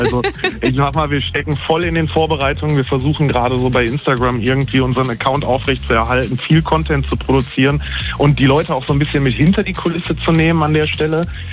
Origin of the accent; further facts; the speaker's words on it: Mülheim an der Ruhr, North Rhine-Westphalia, Germany; ich komme aus Mühlheim, ich wohne hier